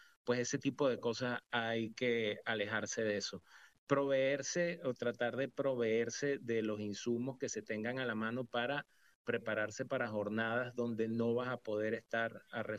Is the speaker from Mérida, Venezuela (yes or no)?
no; Caracas, Capital District, Venezuela; moved away; yo como hijo de gallego, soy de ahí, de La Candelaria